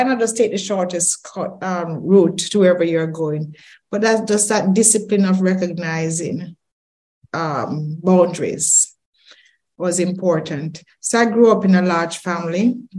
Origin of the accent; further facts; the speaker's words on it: Saint Mary, Jamaica; also born or lived in Highgate, Jamaica / Kingston, Jamaica; I grew up in the country. My first 10 years is in a small district called Dressiki in St. Mary. And then I passed what was then the common entrance to go to Marymount in Highgate, which was like a town compared to my little village.